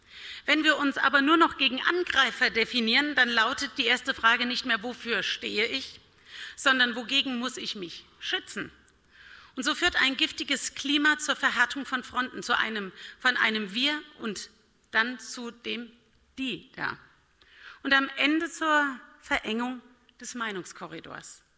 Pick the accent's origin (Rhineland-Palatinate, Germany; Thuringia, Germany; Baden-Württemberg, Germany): Rhineland-Palatinate, Germany; Bad Kreuznach; born or raised there